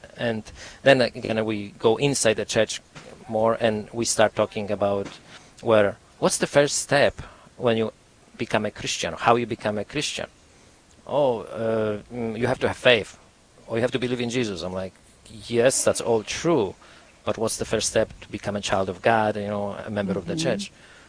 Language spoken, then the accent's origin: English; Poland; English is a second language; now in United States; we are Catholics, and I grew up in Poland, in a Catholic country. When I arrived to the United States